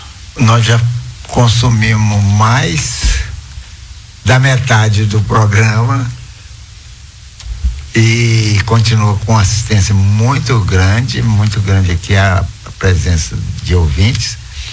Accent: Luziânia, Goiás, Brazil; now in Goiânia, Brazil; ele é lá da minha cidade, Luziânia, Goiás

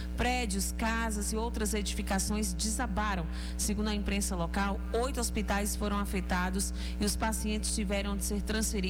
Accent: Brazil; enquanto brasileiros

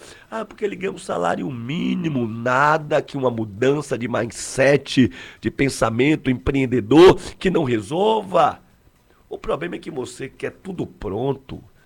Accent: Salvador, Bahia, Brazil; now in Arembepe, Brazil; eu sou de Salvador, mas estou hoje morando em Arembepe, ali, região de Camaçari.

